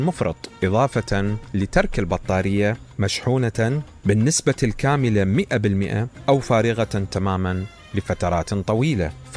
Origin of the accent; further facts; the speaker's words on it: Iraq; وهذه احنا ما متوفرة عندنا بالعراق